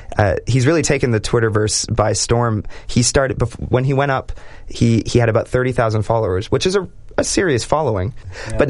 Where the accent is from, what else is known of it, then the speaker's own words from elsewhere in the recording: Canada; Us being Canadian, we love to see our home from orbit